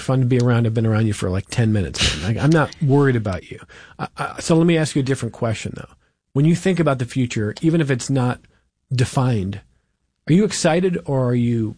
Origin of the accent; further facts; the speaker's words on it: Cleveland, Ohio, United States; now in Rochester, United States; I love living in Rochester. I grew up in Cleveland